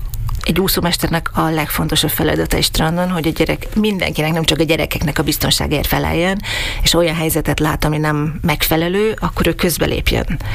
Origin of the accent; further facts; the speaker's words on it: Slovakia; Én ezen a környéken nőttem föl, egy színmagyar családban, ahol nem beszélt senki szlovákul, néha a szüleim kollégái, vagy utcabeliek, de ritka volt, hogy én a szlovák nyelvvel a magánéletemben találkoztam volna.